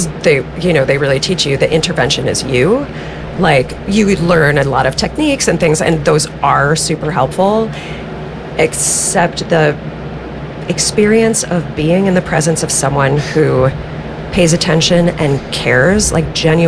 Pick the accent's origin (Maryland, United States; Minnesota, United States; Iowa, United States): Minnesota, United States; I grew up in Minnesota, and I got involved in theater.